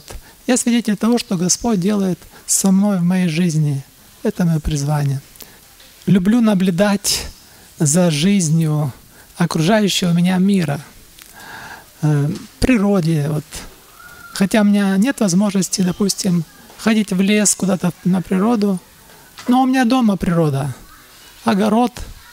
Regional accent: Ukraine; now in Petrovka, Odesa Oblast, Ukraine; мы сами с Украины, и мы живем в Одесской области, село Петровка.

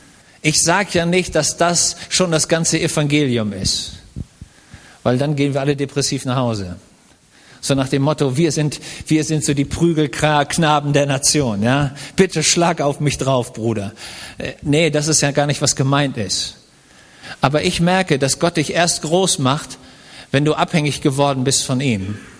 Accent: Schleswig-Holstein, Germany; Ich komme aus Schleswig-Holstein. Und wenn ich in Eckernförde am Strand gesessen habe als Junge

